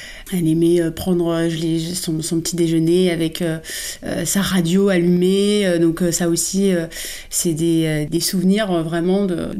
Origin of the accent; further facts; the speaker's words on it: Montrouge, Île-de-France, France; Moi, j'ai grandi à Montrouge. En banlieue parisienne.